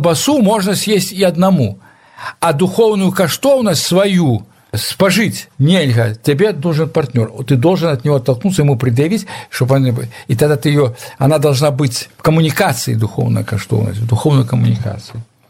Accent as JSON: {"language": "Russian", "town": "Vawkavysk", "region": "Grodno Region", "country": "Belarus", "tie": "born or raised there", "second_language": "Russian", "moved": "as an adult", "lives_now": "Moscow, Russia", "said": "никакого акцентования не было на том, что мы белорусы. У нас в семье размовляли, до речи, по-польску, а мы размовляли уже в русской школе по-русски, в Волковыске в городе."}